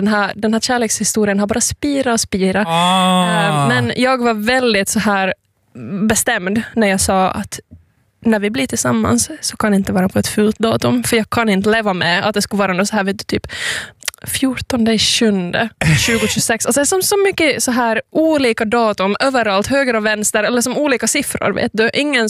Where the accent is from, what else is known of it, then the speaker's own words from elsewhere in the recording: North Ostrobothnia, Finland; Jag bara är därifrån och vill liksom basunera ut på alla sätt jag kan. Att jag är från norra Österbotten.